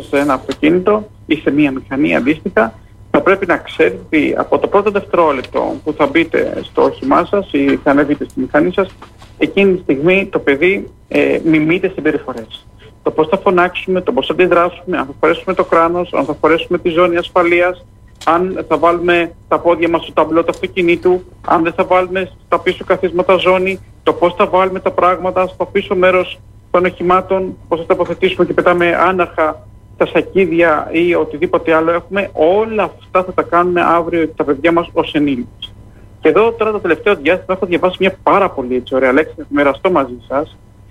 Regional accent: Greece; Σαν Έλληνες

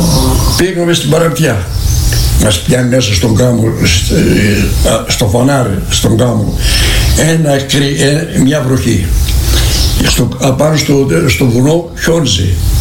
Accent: Vernikos, Greece; σου μένουν στη ζωή από το χωριό μου, το Βερνίκο, μέχρι να πάω στη Γλυκή στο Σκάνδαλο, με τα ποδάρια

